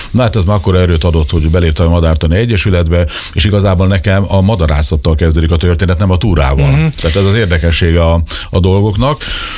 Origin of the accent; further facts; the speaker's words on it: Tapolca, Veszprém County, Hungary; Hát van kötődésem, tapolcai vagyok, tehát ott is születtem, ott is lakom, úgyhogy a Balaton felvidéknek egy gyöngyszeme a Tapolcai medence